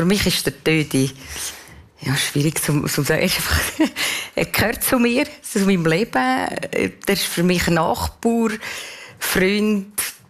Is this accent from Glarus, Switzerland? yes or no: yes; Glarus, Switzerland; Ja, für mich ist das Glarnerland meine Heimat und für mich ist das wie ein Stück... Ein Stück Herzblut.